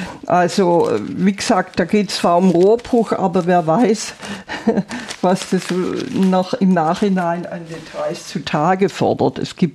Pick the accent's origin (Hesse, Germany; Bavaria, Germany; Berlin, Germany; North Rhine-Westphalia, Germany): Berlin, Germany; now in Stuttgart, Germany; Ich bin in Berlin groß geworden und da gibt es viele Seen, auch in der näheren Umgebung, in denen man im Sommer baden kann.